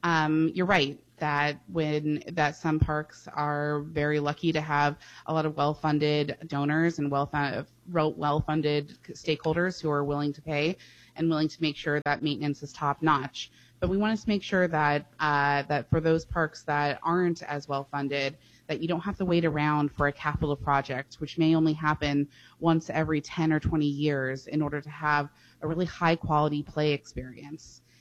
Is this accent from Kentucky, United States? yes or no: no; New York, United States; I saw as a New Yorker that this incoming mayor was bringing to the table.